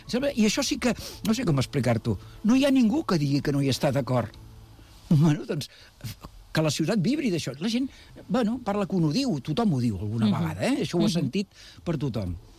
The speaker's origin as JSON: {"language": "Catalan", "town": "Badalona", "region": "Catalonia", "country": "Spain", "said": "però com a badaloní i la gent de Canyet no podrà regar els horts"}